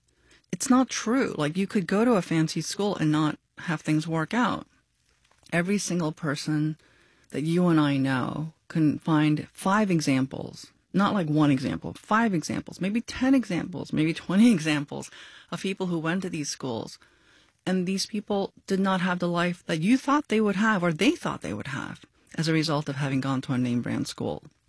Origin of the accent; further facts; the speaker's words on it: New York, United States; when I was in high school, I went to the Bronx High School of Science in New York, which is a specialized high school.